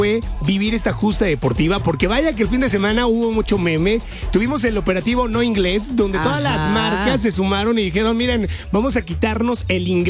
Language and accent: Spanish; Mexico; somos mexicanos y qué chido es ser mexicano.